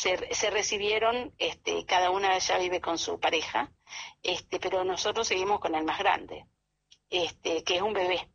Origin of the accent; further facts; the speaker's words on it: Trenque Lauquen, Buenos Aires Province, Argentina; yo soy de Trenquelauquen